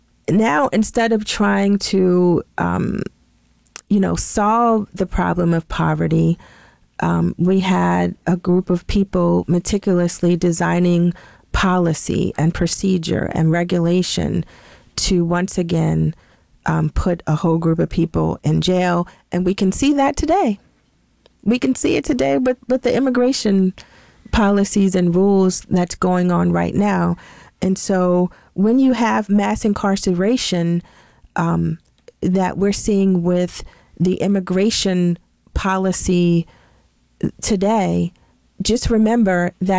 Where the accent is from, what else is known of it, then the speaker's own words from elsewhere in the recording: Alabama, United States; My father, you know, we're from Alabama, deep South Alabama, right where Alabama touches the state of Florida.